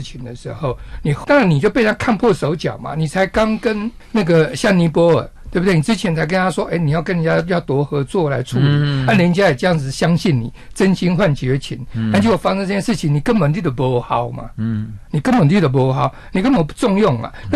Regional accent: Taiwan; 比如说我们台湾这边发生个水灾

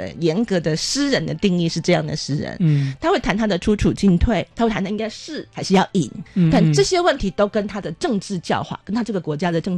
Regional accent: Taiwan; 我们台湾的文学一直都是在问一个我是谁的问题

